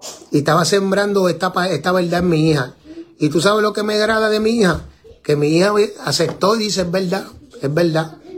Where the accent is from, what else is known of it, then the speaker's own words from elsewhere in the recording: Carolina, Puerto Rico; Yo soy de Carolina, papá.